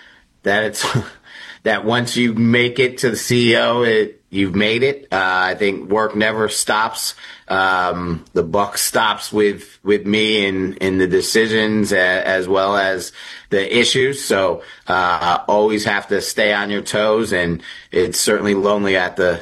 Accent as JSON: {"language": "English", "town": "New Haven", "region": "Connecticut", "country": "United States", "said": "I am from New Haven, Connecticut. I have one younger sister and I am the oldest."}